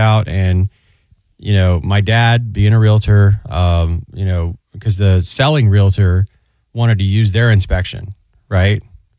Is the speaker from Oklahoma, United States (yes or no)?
no; Sawgrass, Florida, United States; I grew up in Sawgrass, the TPC, the Players side of Sawgrass.